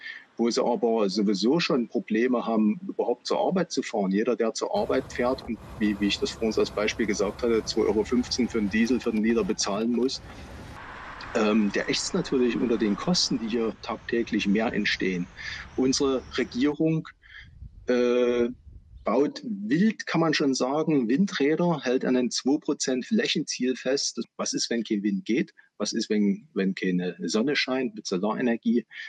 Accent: Germany; als Deutsche

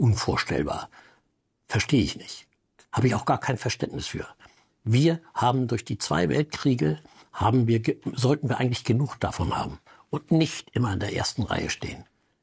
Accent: Germany

